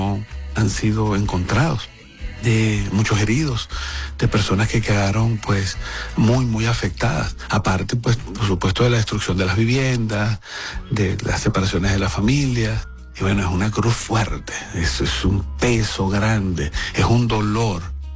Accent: Venezuela; que podamos seguir atendiendo a las personas como todos, como venezolanos

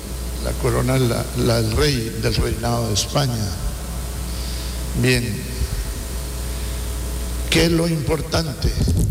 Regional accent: Teculután, Zacapa, Guatemala; Yo recuerdo que de niño crecí, soy de Teculután

